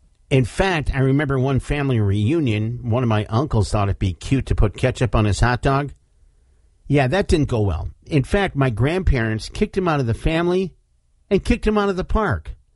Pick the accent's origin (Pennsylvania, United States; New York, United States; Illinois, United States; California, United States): Illinois, United States; Chicago; Growing up in Chicago, I was weaned on the Chicago dog